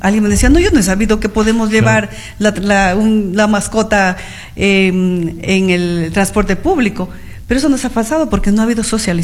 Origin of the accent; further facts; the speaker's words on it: Loja, Ecuador; lo que tiene nuestra tierra, lo que tiene Loja